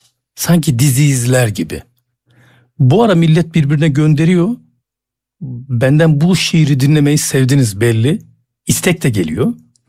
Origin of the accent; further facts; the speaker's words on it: Black Sea Region, Turkey; Karadenizli misiniz diye sordu bana. Ben Karadenizliyim dedim.